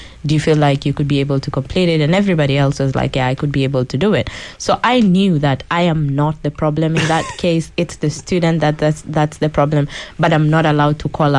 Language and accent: English; Kenya; moved away as an adult; I come from Kenya. Kenya, being in East Africa